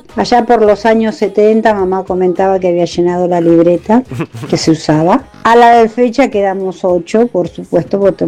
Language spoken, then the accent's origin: Spanish; Hurlingham, Buenos Aires Province, Argentina; Somos de Hurlingham, del barrio Los Patitos, nos hemos criado ahí.